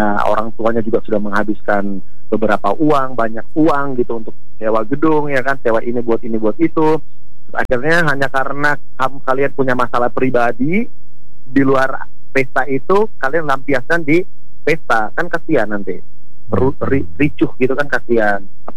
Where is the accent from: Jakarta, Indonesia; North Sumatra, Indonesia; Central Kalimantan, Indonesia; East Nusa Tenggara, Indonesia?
East Nusa Tenggara, Indonesia; Belu; kita orang Belu